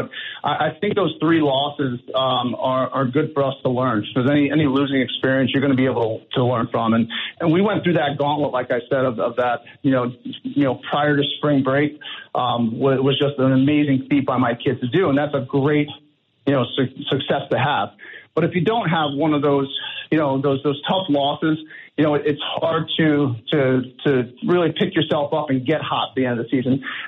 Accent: Long Island, New York, United States; moved away as an adult; also born or lived in Syracuse; now in South Florida, United States; I'm born and raised in Long Island, and I played at Syracuse

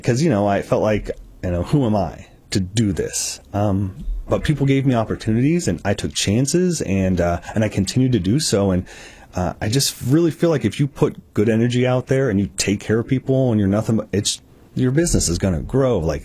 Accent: Strasburg, Missouri, United States; I say we're from Kansas City, but we're from a small 100 person town of Strasburg, Missouri, right?

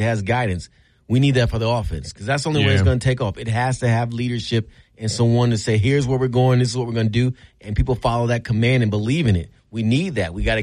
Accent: California, United States; he's from L.A. and I'm from Northern California, so they're worlds apart and worlds different.

